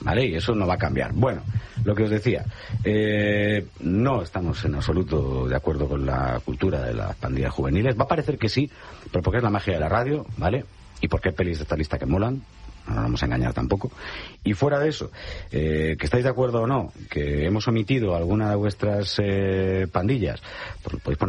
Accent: Galicia, Spain; Yo creo que a lo mejor fue un día que habló conmigo y le dije, como buen gallego, chama de X.

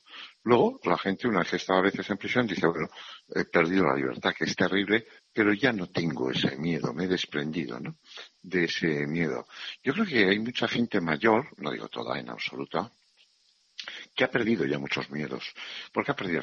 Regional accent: Navarre, Spain; born there; A ver, yo que nací en Navarra y he corrido encierros

